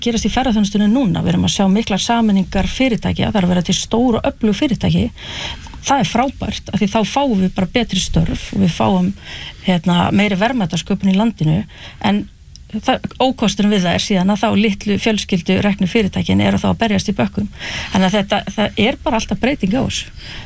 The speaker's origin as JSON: {"language": "Icelandic", "town": "Hrísey", "region": "Northeastern Region", "country": "Iceland", "tie": "born or raised there", "said": "ég bara ólst upp í Hrísu og horfði á sjávarútveginn þar hrynja."}